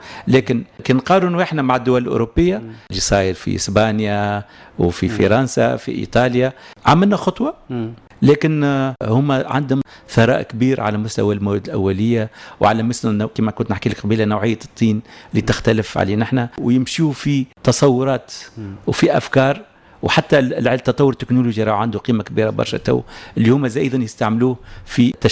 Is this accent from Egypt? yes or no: no; Tunisia